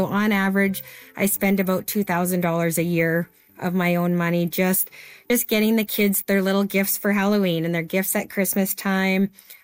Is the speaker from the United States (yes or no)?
no; Lethbridge, Alberta, Canada; I am from Lethbridge, Alberta.